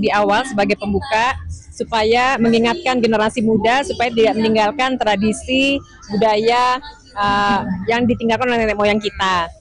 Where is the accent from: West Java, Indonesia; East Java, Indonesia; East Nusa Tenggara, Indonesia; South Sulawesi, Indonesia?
South Sulawesi, Indonesia; Toraja; menurut kepercayaan kita orang Toraja